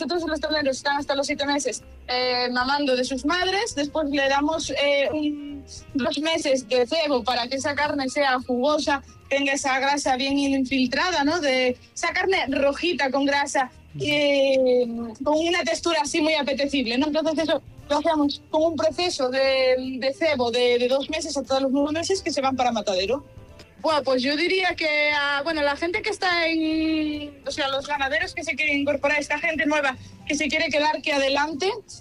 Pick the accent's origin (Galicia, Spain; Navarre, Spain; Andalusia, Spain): Galicia, Spain; A Coruña; somos del centrito de Galicia, de Melilla, Coruña.